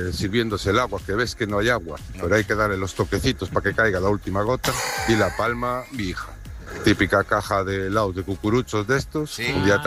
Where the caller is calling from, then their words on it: Vigo, Galicia, Spain; saludos de Vigo.